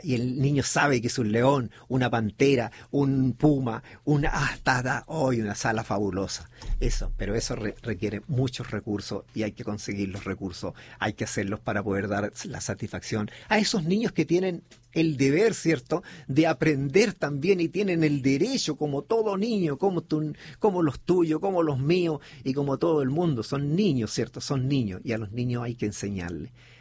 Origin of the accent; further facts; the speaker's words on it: Linares, Maule, Chile; somos de Linares, de esta tierra encantadora